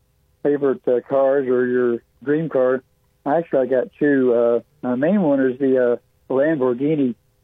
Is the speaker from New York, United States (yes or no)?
no; Tennessee, United States; moved away; I grew up down in Tennessee, and that's where I was living at the time.